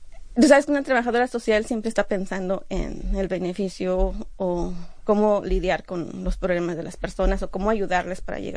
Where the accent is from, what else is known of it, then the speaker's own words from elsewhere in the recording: Mexico; moved away; Pues soy mexicana